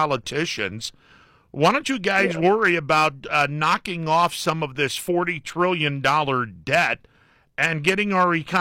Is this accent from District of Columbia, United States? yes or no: no; Mahoning Valley, Ohio, United States; I come from the Mahoning Valley